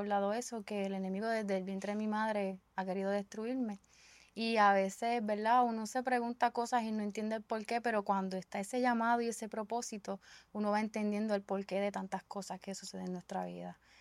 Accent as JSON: {"language": "Spanish", "town": "Bayamón", "country": "Puerto Rico", "tie": "born or raised there", "said": "Soy de Bayamón, ¿verdad? Fui criada ahí y todavía hasta el sol de hoy sigo en Bayamón."}